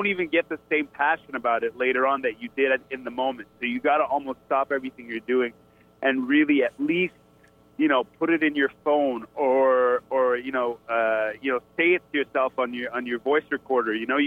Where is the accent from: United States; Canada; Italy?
Canada; I'm pretty much giving my perspective as the Canadian neighbor on what's going on in the States right now